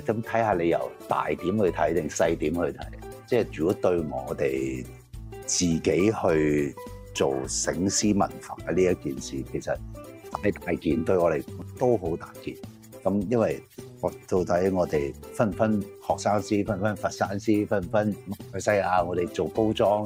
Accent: Hong Kong; 作為一個真係本土土生土長香港人

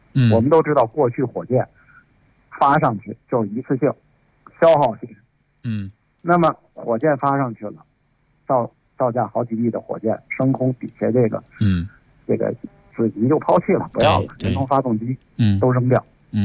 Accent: China; 两种路径，那我们中国人尝试了第三种技术路径，

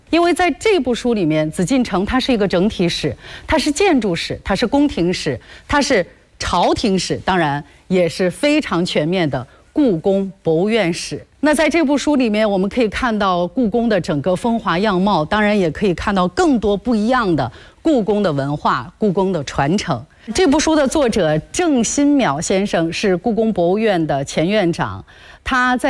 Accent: Shanxi, China; 其实我和郑老呢是半个老乡，郑老是陕西渭南人，我是山西晋南人。那我觉得咱俩用家乡话吧，

